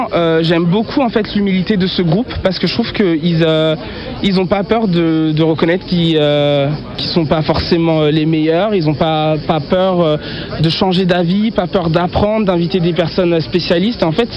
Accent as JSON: {"language": "French", "town": "Saint-Germain-en-Laye", "region": "Île-de-France", "country": "France", "tie": "born there", "said": "Je suis né à Saint-Germain-en-Laye, donc en région parisienne. Mes parents sont d'origine béninoise."}